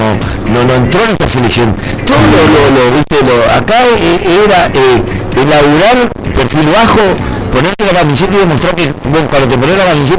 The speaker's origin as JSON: {"language": "Spanish", "country": "Argentina", "said": "Aparte nosotros somos argentinos, que queremos ganar."}